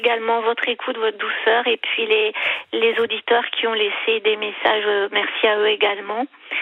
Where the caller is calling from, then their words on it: Hauts-de-France, France; Moi, je suis en Picardie.